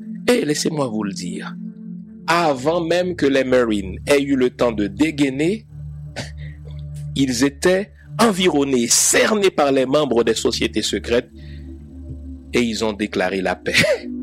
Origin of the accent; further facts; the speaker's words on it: Haiti; Dans le sens qu'en tant qu'haïtien, j'ai fait la paix avec la spiritualité de mes ancêtres.